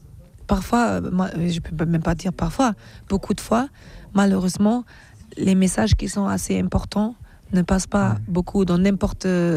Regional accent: Germany; born or raised there; French is a second language

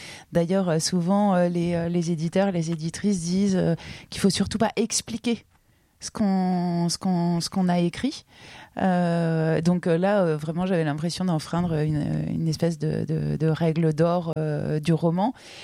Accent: France; qu'est-ce que ça veut dire être fasciné par les tropiques quand on est né et qu'on a grandi en France métropolitaine, quoi.

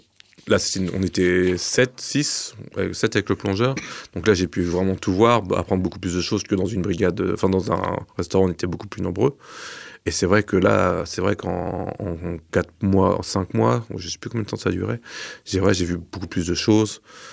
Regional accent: Normandy, France; now in Brittany, France; aujourd'hui je suis normand et je suis en terre bretonne

